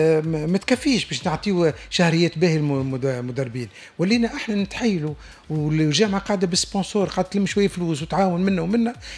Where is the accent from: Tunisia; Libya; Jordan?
Tunisia; احنا عندنا في تونس